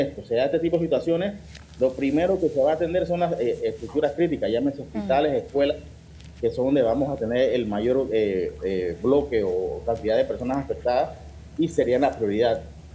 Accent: Panama

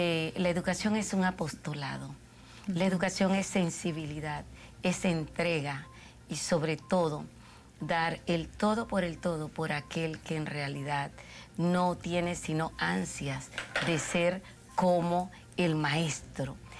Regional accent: Panama

